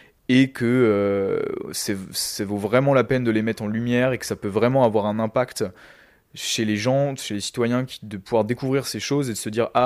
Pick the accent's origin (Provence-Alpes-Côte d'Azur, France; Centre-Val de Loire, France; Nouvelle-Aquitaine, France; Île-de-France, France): Centre-Val de Loire, France; on est originaire donc du Centre-Val-de-Loire, d'un milieu assez rural